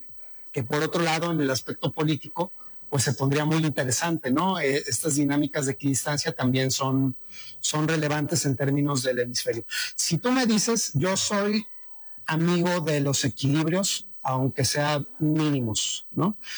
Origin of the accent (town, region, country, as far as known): Mexico